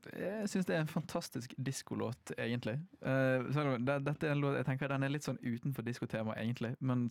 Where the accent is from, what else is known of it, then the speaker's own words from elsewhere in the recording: Bergen, Vestland, Norway; Som bergenser, så har jeg jo naturligvis ikke det.